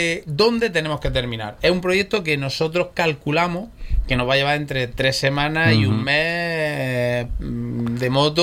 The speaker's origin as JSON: {"language": "Spanish", "area": "Almería", "region": "Andalusia", "country": "Spain"}